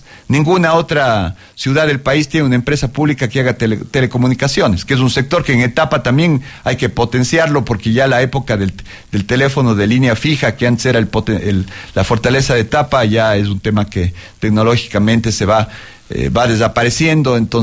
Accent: Cuenca, Azuay, Ecuador; lo que somos los cuencanos

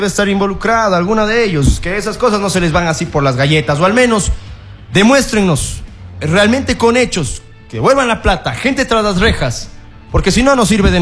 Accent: Ecuador; yo, como ecuatoriano, como ciudadano, no voy a parar de decirlo

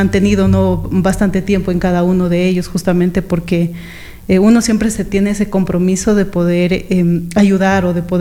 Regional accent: Ecuador; somos los ecuatorianos así

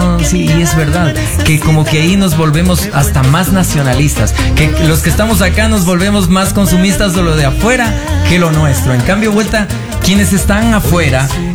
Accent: Ecuador

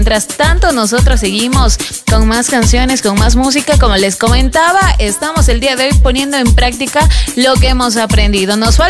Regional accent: Ecuador; nosotros los ecuatorianos tenemos mucho talento

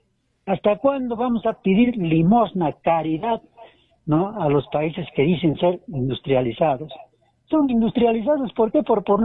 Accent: Peru; aquí como peruanos necesitamos la industrialización de nuestra patria

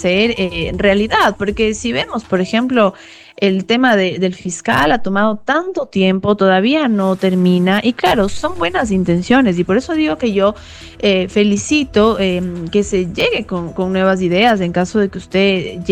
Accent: Ecuador

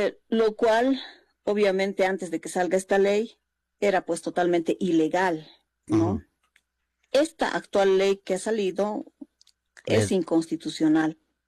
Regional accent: Bolivia; nuestros derechos como bolivianos

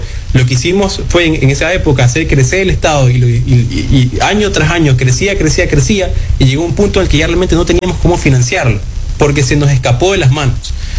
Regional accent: Ecuador

